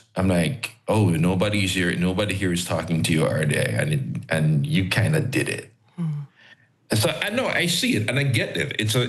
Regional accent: Jamaica

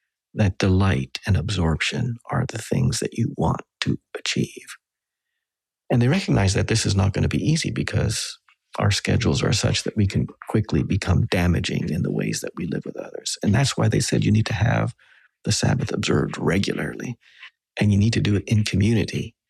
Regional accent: Western Canada, Canada; because I grew up with him in Western Canada.

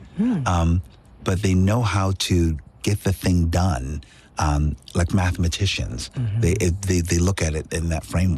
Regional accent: Philadelphia, Pennsylvania, United States; I come from a very humble place. I come from

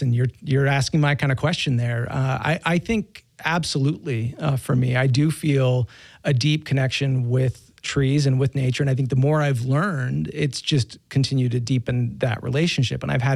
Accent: Utah, United States; I was raised quite religious. I'm from Utah. I was raised Mormon

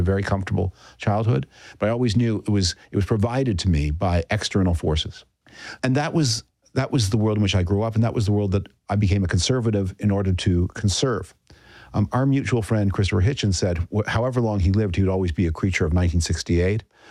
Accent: Toronto, Ontario, Canada; I was born in 1960. I grew up in Toronto, Canada. I grew up at a time when the city of Toronto and the country of Canada were growing very rapidly in population through immigration.

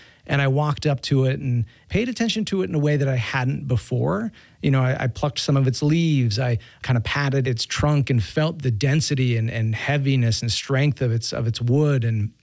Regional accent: Utah, United States; I'm from Utah. I spent a lot of time in the mountains

